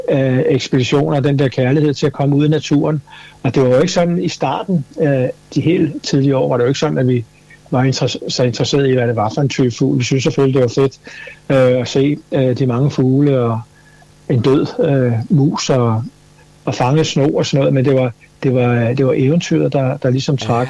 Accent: Copenhagen, Capital Region of Denmark, Denmark; also born or lived in Vesterbro, Copenhagen; Jeg voksede op i Urbanplan. Vi kom ud fra Vesterbro, og jeg flyttede derud, da jeg var 4 år gammel, og det var jo ikke bygget færdigt

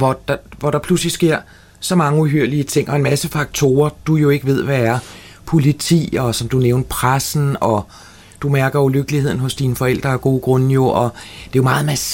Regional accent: Copenhagen, Capital Region of Denmark, Denmark

